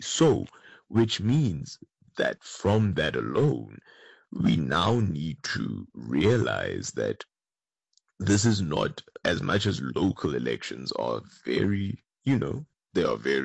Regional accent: South Africa; as South Africans

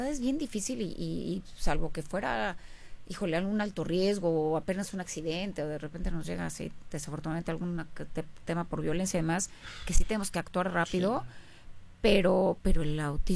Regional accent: Mexico; No. No, pero soy mexicana.

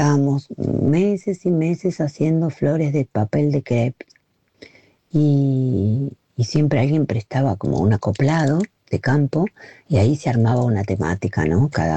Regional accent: Verónica, Buenos Aires Province, Argentina; now in Barcelona, Spain; yo me crié en un pueblo en Verónica, partido de Punta Indio actualmente

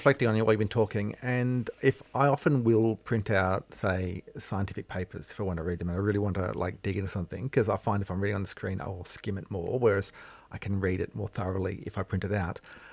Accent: Bundaberg, Queensland, Australia; Well, I am from Bundaberg originally in Queensland.

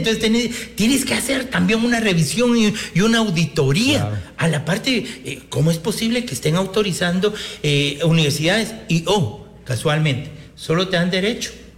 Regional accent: Guatemala; pero yo sí creo que como guatemaltecos o como jóvenes o los que deseen estudiar deberían de tener una, claro, alternativa

